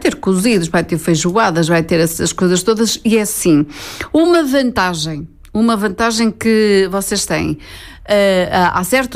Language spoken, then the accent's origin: Portuguese; Espinho, Norte, Portugal; eu sou natural de Espinho